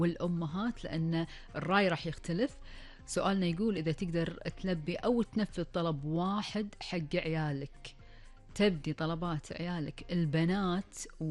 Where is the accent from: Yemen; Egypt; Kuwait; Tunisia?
Kuwait; اليوم أول فقرة من فقرات برنامج الإذاعة راح نتكلم عن أخبار الديرة وآخر المستجدات في ديرتنا الحبيبة الكويت